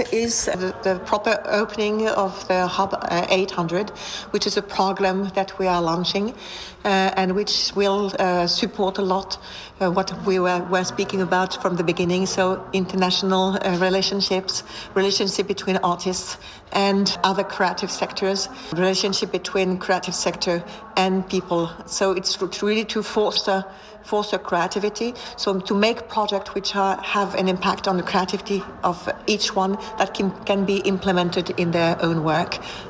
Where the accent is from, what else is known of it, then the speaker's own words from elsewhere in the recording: France; moved away as an adult; now in Czech Republic; I'm from France, and I arrived in Czech Republic. It's something like 25 years ago